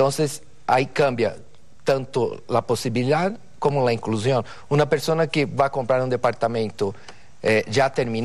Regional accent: Brazil; Spanish is a second language; moved away as an adult; now in Mexico; Mira, soy de Brasil.

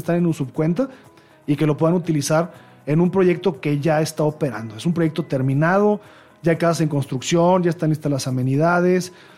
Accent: Mexico; los mexicanos tenemos un paradigma o un mito

